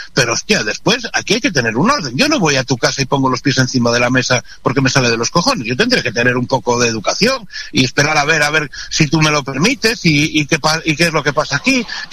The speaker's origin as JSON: {"language": "Spanish", "country": "Spain", "said": "A mí como español"}